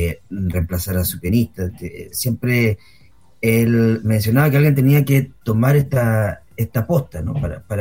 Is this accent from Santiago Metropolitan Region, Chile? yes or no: no; Valparaíso, Chile; somos porteños también, que es un lugar también icónico para hacer música, o sea, Valparaíso es ciudad de la música, es una ciudad reconocida en este ámbito